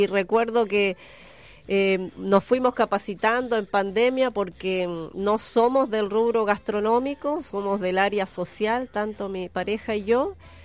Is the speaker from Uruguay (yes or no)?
yes; Uruguay; moved away as an adult; now in Chile; Yo soy uruguaya y llegué hace muchos años a Chile, y fue una de las primeras ciudades que conocí y me encantó. Además, viviendo en Santiago, extrañaba mucho el mar, que era lo que yo tenía toda mi vida en Uruguay